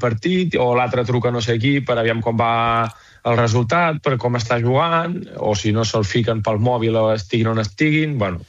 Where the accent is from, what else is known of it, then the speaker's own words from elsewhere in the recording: Vic, Catalonia, Spain; jo soc de Vic, llavors, fill meu.